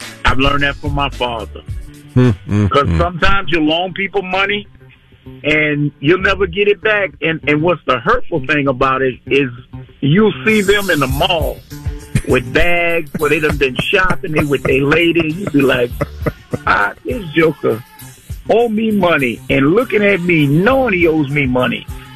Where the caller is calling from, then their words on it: Saint Paul, Minnesota, United States; I'm calling from St. Paul. I'm near the fairgrounds.